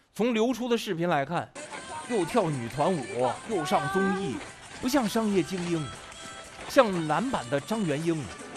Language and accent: Chinese; China; 但我们中国人当时还是太朴素